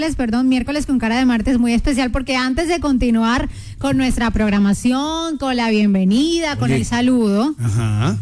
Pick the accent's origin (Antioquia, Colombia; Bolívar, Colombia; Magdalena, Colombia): Bolívar, Colombia; Cartagena; yo soy cartagenera.